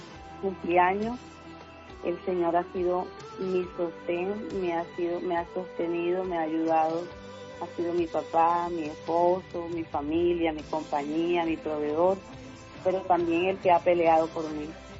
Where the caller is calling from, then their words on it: Plato, Magdalena, Colombia; Yo vivo en Plato, pero mis hijos viven en Barranquilla. Yo vivo acá sola